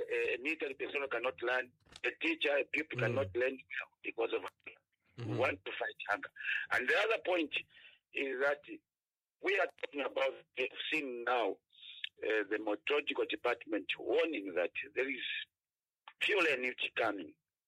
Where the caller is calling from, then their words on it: Lusaka, Lusaka Province, Zambia; I am calling within Lusaka.